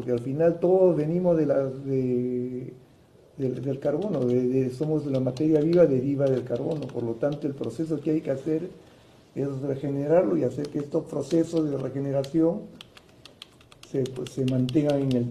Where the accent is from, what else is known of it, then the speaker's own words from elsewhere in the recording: Lima, Peru; born there; yo soy peruano de nacimiento, nací en la Victoria. Claro, tengo padre chino, padre de descendencia china y madre también de descendientes de chinos, porque mi padre sí vino de la China.